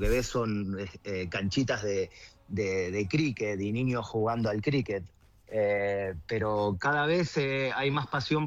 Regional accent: Buenos Aires, Argentina; moved away as an adult; also born or lived in Villa Celina; now in Dhaka, Bangladesh; mi viejo de Matadero, yo jugué en Chicago, en San Vera Pendejo, y me crié en Matadero.

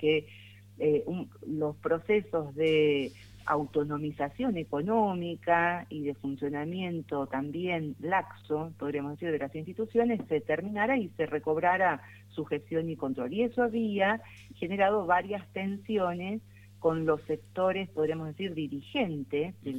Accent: Argentina

